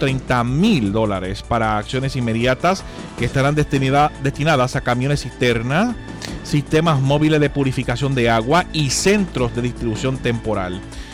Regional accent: Quebradillas, Puerto Rico; en el que yo me crié allá en Vigo Salas, en Quebradilla

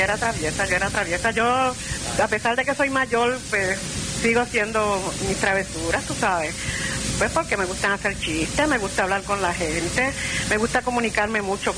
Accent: San Germán, Puerto Rico; nací en la calle Segundo Ruiz Belvis de San Germán y me crié en el barrio Pueblo Nuevo de San Germán.

